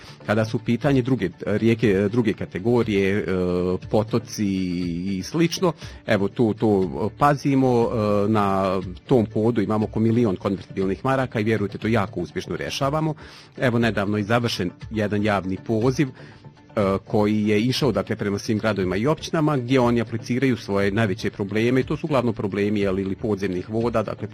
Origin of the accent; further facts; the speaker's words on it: Bosanska Krupa, Federation of Bosnia and Herzegovina, Bosnia & Herzegovina; Evo, ja sam iz Bosanske Krupe, pa putujem svaki dan iz Krupe prema Bihaću.